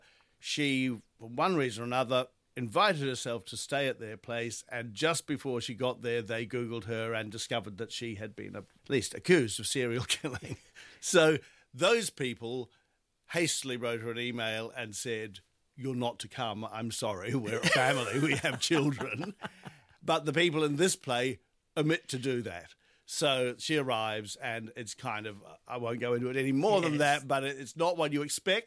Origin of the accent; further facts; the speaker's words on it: New Zealand; But this song, look, I grew up in New Zealand.